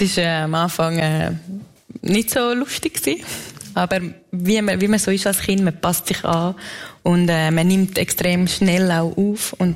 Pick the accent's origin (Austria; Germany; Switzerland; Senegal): Switzerland; Graubünden; Meine Eltern sind aus der deutschsprachigen Schweiz. Ich bin in Misox aufgewachsen, die Zweisprachigkeit, die zwei Mentalitäten, das ist immer sehr präsent gewesen und ist es jetzt auch noch.